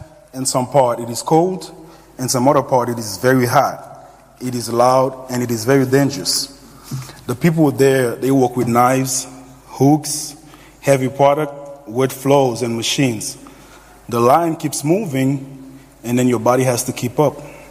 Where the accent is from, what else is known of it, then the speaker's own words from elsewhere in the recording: Haiti; now in United States; So a little over 2 years ago, I came to this country from Haiti. And like many other immigrants, my first thought was simple.